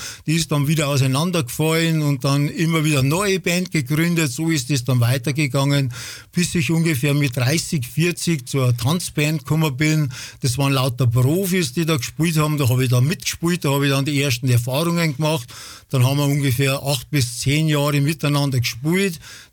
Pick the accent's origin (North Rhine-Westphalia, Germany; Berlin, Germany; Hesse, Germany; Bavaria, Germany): Bavaria, Germany; Ja, ich komme aus der Hallertau.